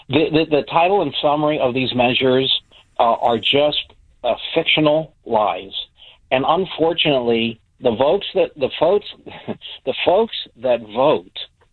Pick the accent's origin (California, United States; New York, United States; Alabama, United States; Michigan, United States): California, United States; Lincoln; born or raised there